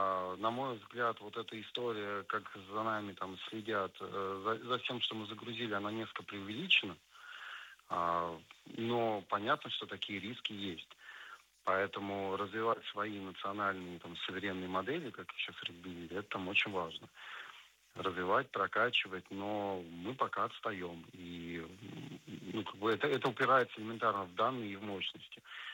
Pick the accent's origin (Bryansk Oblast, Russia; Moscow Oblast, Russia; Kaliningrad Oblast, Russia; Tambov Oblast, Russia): Moscow Oblast, Russia; Dubna; мне, как уроженцу Дубны